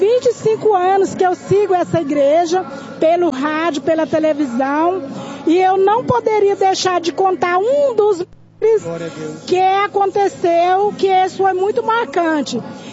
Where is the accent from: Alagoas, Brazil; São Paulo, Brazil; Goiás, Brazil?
Goiás, Brazil; Aparecida de Goiânia; Eu falei que eu sou de Aparecida de Goiânia.